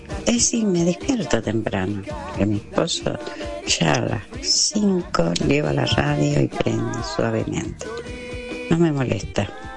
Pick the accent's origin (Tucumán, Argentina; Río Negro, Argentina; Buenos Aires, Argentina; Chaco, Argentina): Chaco, Argentina; Paralelo 28; born there; also born or lived in Florencia, Santa Fe; yo me considero chaqueña y santafesina, porque nací en Paralelo 28, pero mi papá me anotó en Florencia Santa Fe, que está ahí pegado a la ciudad, viste, Florencia.